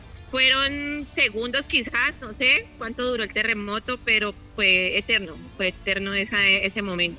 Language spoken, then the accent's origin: Spanish; Cali, Valle del Cauca, Colombia; Yo soy súper caleña, nací en Cali